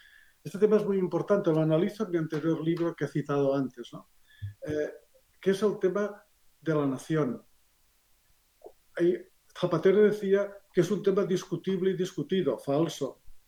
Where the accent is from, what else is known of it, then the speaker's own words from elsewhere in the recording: Catalonia, Spain; tú eres vasco y yo soy catalán, y sin embargo, ambos somos españoles.